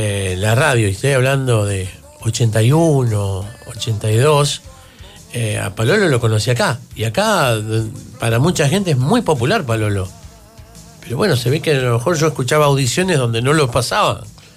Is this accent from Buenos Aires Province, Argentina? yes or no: no; Rosario, Santa Fe, Argentina; born there; moved away; Yo, por ejemplo, como oyente rosarino